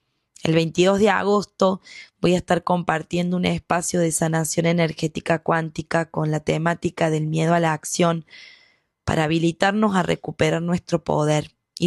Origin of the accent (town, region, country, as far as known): Argentina